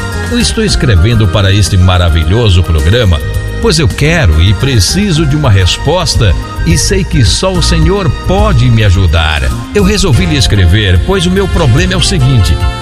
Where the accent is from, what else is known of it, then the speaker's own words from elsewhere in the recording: Imperatriz, Maranhão, Brazil; Eu sou da cidade de Imperatriz, no estado do Maranhão.